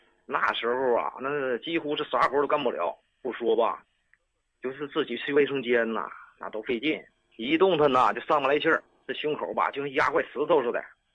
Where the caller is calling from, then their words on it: Shenyang, Liaoning, China; 哎，我是沈阳的，李老师。